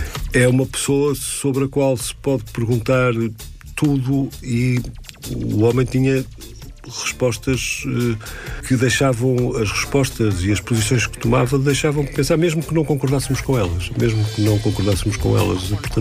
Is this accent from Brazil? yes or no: no; Angola; born there; Eu nasci em Angola